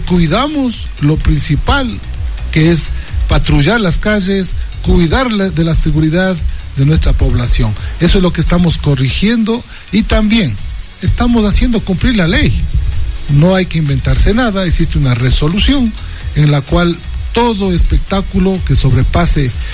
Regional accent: Ecuador

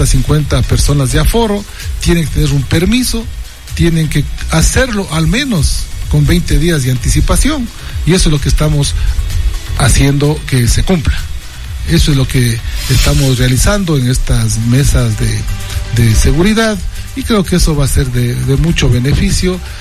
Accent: Ecuador

